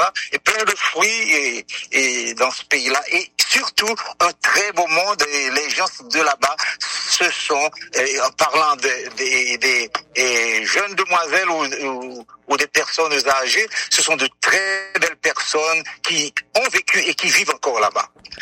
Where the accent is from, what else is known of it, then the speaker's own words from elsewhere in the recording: Dondon, Nord, Haiti; à Dondon, il y a une inspiration qui est réellement grande et c'est un pays fertile là où j'ai grandi, là où j'ai appris à aimer, à apprécier et à respecter.